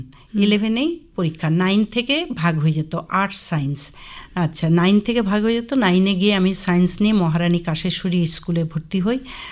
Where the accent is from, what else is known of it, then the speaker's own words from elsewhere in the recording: Kharagpur, West Bengal, India; born there; আমার জন্ম মেদিনীপুর জেলার খড়গপুর শহরে, বাবা রেলওয়ে চাকরি করতেন, রেল কোয়ার্টারেই আমার জন্ম।